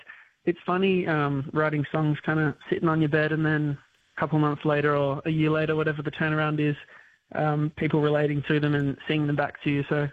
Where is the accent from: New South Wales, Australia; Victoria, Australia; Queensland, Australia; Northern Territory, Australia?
New South Wales, Australia; Kiama; also born or lived in Gerringong; where we grew up in Kymer and Gerringong, just like small little hardworking regional towns where, people work a lot harder than we do.